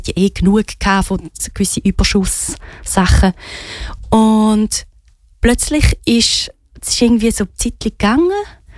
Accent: Switzerland; born there; ich bin in der Schweiz geboren, Schweizer Pass, Schweizer Ausbildung und alles da genossen und habe sehr viele Privilegien.

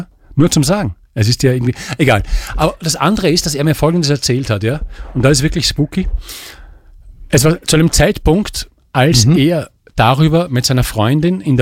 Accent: Austria; Aber ich hasse es dort speziell, weil es halt dort ist, wo ich herkomme und so, ja.

